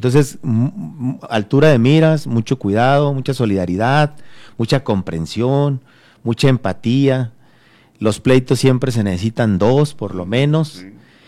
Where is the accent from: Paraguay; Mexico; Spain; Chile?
Mexico; Chihuahua; Somos un país, todos somos mexicanos. Los chihuahuenses somos parte de este país, de México.